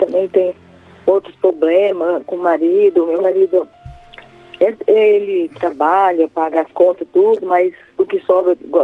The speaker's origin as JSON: {"language": "Portuguese", "town": "Sinop", "region": "Mato Grosso", "country": "Brazil", "said": "Eu sou de Sinop, Mato Grosso."}